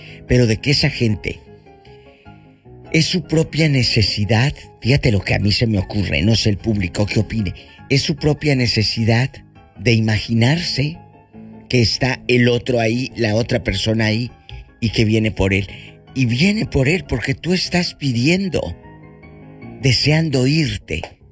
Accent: Matamoros, Tamaulipas, Mexico; Y allá en mi tierra, el Matamoros, Tamaulipas.

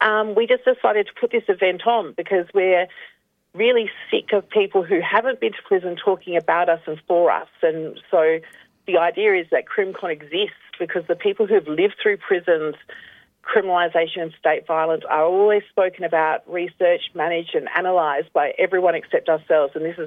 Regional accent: South Australia, Australia; I was born and raised on Kaurna country, but my mother's country is in the southwestern areas, so they call Victoria. But I wasn't raised by my mother, but I was raised here on Kaurna country.

